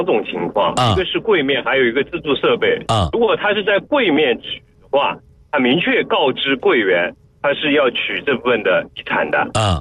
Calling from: Suzhou, Jiangsu, China; 我是苏州的。

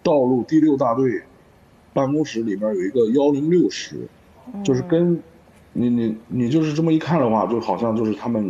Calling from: Hebei, China; 因为我是河北人，当时

